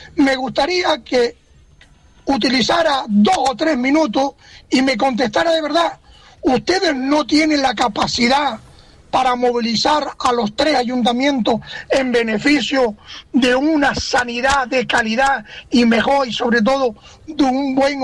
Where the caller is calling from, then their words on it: Santa Lucía de Tirajana, Canary Islands, Spain; Yo, como vecino de Santa Lucía